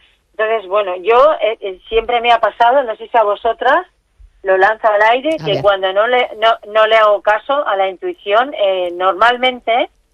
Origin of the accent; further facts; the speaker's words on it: L'Hospitalet de Llobregat, Catalonia, Spain; Bueno, ya habréis notado que tengo el acento de aquí, ¿no?